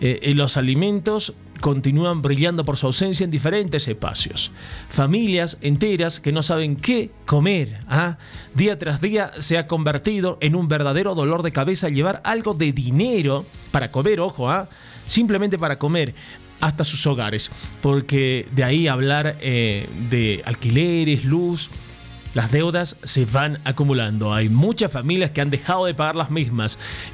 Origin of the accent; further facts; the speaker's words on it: Bolivia; como bolivianos, collas, cambas, chapacos.